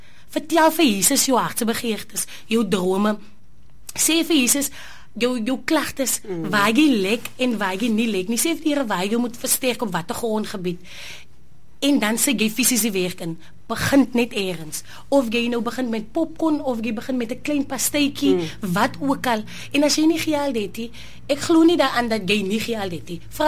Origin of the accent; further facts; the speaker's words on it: Oudtshoorn, Western Cape, South Africa; born there; now in Calitzdorp, South Africa; Ek is gebore in Oudtshoorn, maar ek bly in Calitzdorp.